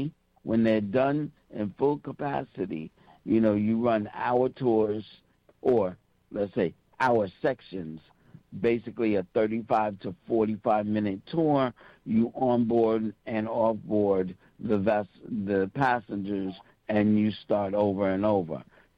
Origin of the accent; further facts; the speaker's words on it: New York, United States; growing up in Harlem